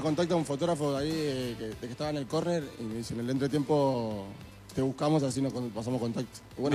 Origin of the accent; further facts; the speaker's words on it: Pilar, Buenos Aires Province, Argentina; De zona norte, de Pilar